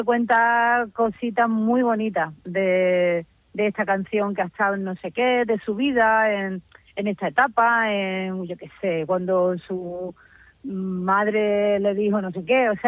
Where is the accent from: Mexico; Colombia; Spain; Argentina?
Spain; Andalusia; soy andaluza y me gusta mucho el flamenco y tengo pues el deje